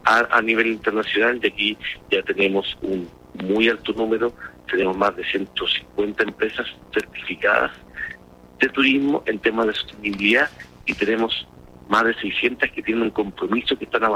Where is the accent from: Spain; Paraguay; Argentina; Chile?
Chile